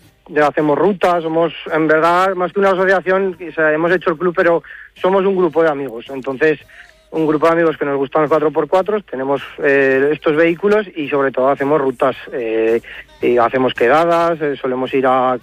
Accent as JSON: {"language": "Spanish", "town": "Cella", "region": "Aragon", "country": "Spain", "said": "somos prácticamente todos de Cella."}